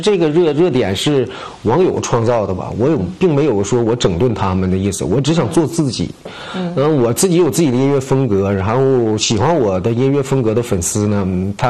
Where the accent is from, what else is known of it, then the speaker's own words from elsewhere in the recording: Northeast China, China; 我们东北人